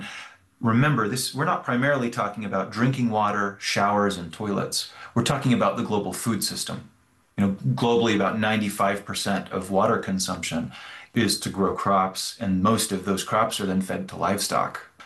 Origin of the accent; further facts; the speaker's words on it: Orem, Utah, United States; born or raised there